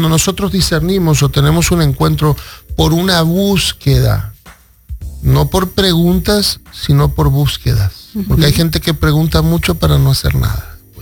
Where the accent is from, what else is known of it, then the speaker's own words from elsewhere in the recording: Argentina; Me crié en Argentina, en una de las la segunda comunidad más grande de judíos en todo el mundo, después de Nueva York y Estados Unidos.